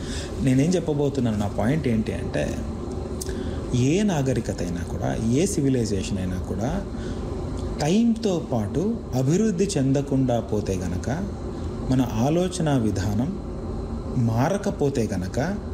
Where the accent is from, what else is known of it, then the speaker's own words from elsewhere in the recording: Andhra Pradesh, India; especially దక్షిణ భారతదేశంలో తెలుగు మాట్లాడే రాష్ట్రాల్లో రాయలసీమలో నేను పుట్టి పెరిగాను